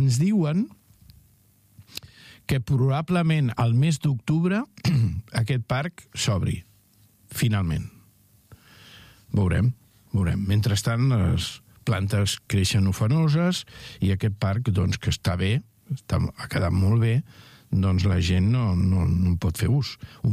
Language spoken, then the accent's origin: Catalan; Arenys, Catalonia, Spain; pels que som d'Arenys